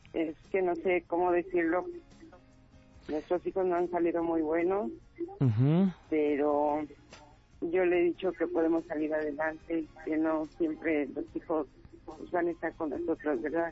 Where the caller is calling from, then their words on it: Valle de Chalco, State of Mexico, Mexico; Desde Valle de Chalco.